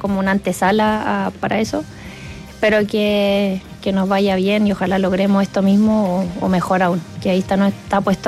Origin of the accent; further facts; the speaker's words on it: Chile; ganar en mi país